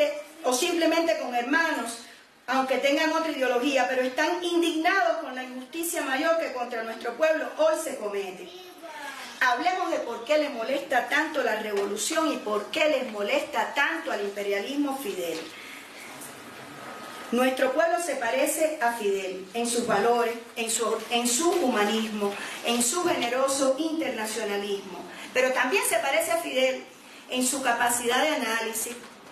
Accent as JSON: {"language": "Spanish", "country": "Cuba", "said": "para nosotros que somos cubanos"}